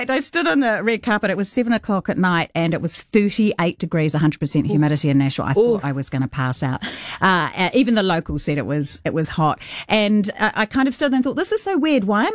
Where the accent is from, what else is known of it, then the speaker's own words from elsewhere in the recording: New Zealand; I was from New Zealand.